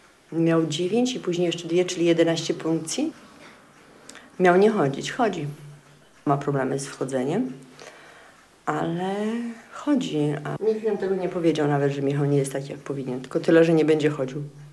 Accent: Podlaskie Voivodeship, Poland; ja z Puszczy Białowieskiej jestem, tam nikt nie słyszał o tym.

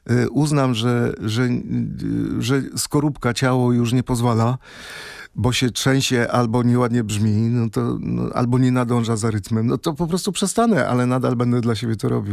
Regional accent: Kalisz, Greater Poland Voivodeship, Poland; z Kalisza dojeżdżałem co tydzień na piątkowe próby do Wrocławia i przez pół roku chłopaki nie wiedzieli w ogóle, że nie jestem z Wrocławia.

